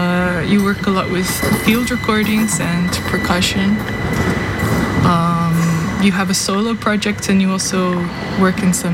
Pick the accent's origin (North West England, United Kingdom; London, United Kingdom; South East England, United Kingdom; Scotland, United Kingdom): Scotland, United Kingdom; As a Scottish person